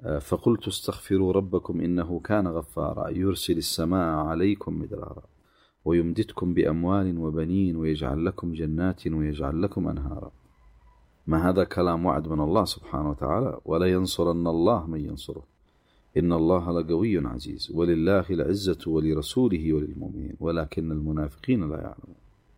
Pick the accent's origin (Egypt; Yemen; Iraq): Yemen; إحنا كشعب يمني